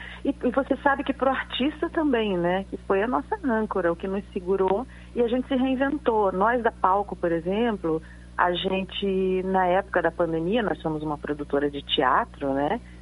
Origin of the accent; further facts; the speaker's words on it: Rio de Janeiro, Brazil; now in Curitiba, Brazil; Eu sou carioca e vivi assistindo o Carequinha ao vivo na época, né, e muitos outros circos. O imaginário do circo, ele é muito vivo na minha infância. Isso começa por aí. Mas depois, anos mais tarde, eu vim para Curitiba